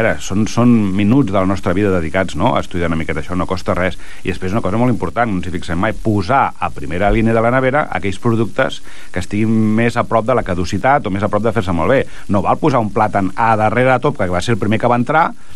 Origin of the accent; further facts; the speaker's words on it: Vilassar de Mar, Catalonia, Spain; Jo que soc de Vilassar de Mar